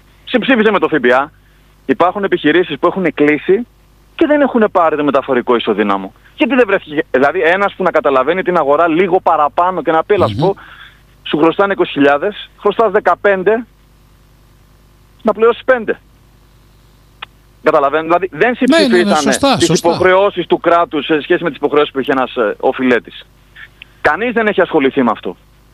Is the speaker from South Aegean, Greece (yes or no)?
yes; Rhodes, South Aegean, Greece; σαν Ροδίτης